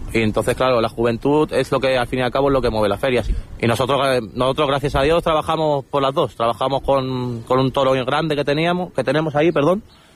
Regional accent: Catalonia, Spain; Mira, yo soy gitano, español y catalán.

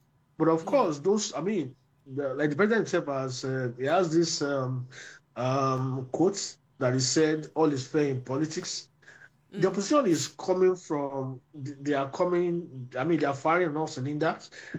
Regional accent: Nigeria; I'm a Nigerian journalist.

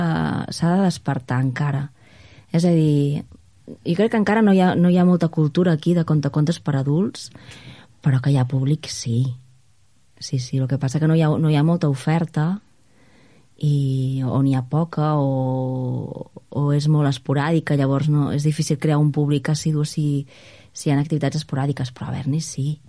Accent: Sant Joan de les Abadesses, Catalonia, Spain; now in Menorca, Spain; de petita, del meu poble, que Sant Joan de les Abadesses, vaig estar de ben petita ficada al grup de teatre del poble.

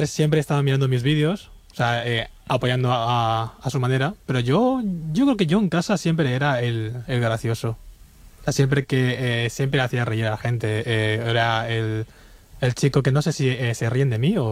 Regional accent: China; Somos dos personas chinas que hemos dedicado a redes y actualmente tenemos el podcast

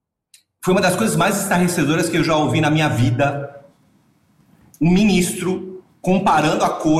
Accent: Brazil; Eu fiquei estarrecido e envergonhado enquanto brasileiro.

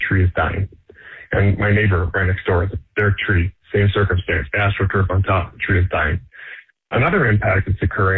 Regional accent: Arizona, United States; now in Las Vegas, United States; I grew up in Arizona. Phoenix doesn't ever cool off at night.

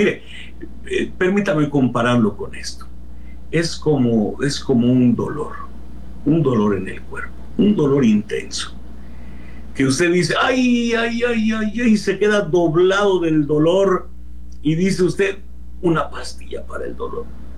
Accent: Mexico; Somos mexicanos

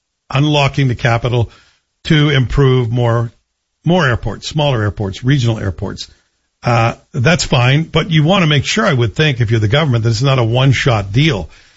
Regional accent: Canada; Well, that makes total sense to me, and as a passenger and as a Canadian, I'm in.

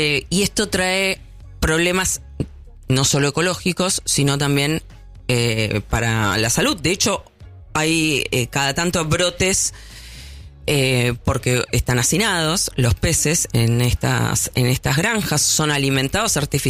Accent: Argentina

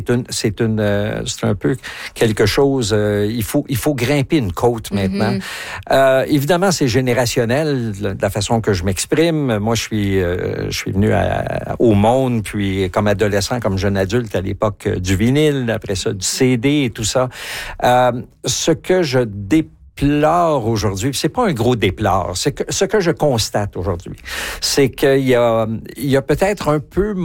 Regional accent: Quebec, Canada; moved away; Au fait, j'ai parcouru un peu le pays. Je suis parti vraiment du Québec dans les années 70, la première fois.

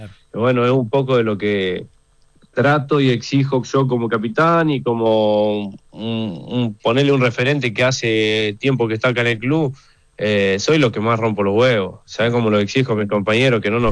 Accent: Córdoba, Argentina; Nada, cuando volví a mi pueblo, primero, la verdad que el volver a mi pueblo me hace poner los pies sobre la tierra, realmente ser quien soy.

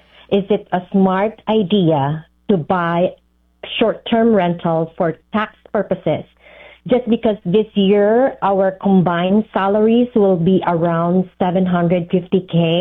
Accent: California, United States; I'm from Silicon Valley and work in a healthcare industry. I'm 54 years old, plan to retire in 2 years, married.

